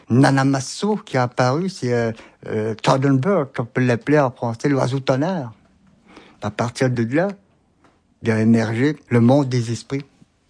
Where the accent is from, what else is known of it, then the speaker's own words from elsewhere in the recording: Pessamit, Quebec, Canada; Je suis natif de Pessamit.